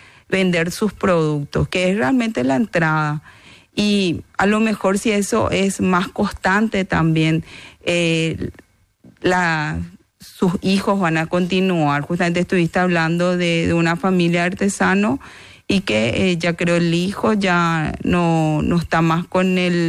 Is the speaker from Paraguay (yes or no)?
yes; Paraguay; nosotros como ciudadanos paraguayos debemos de seguir teniendo esta cultura, esta técnica tiene que seguir adelante.